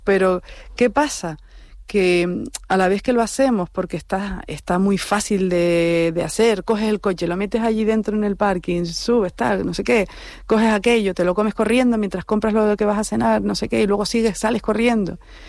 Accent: Garachico, Canary Islands, Spain; born there; now in Madrid, Spain; en el de mi pueblo, en Garachico

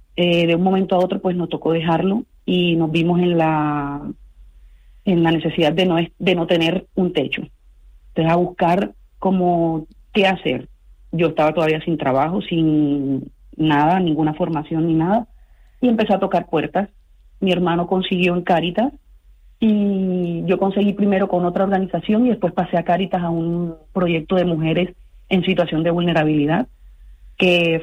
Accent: Cartagena, Bolívar, Colombia; moved away as an adult; Sí, soy de Cartagena, Colombia.

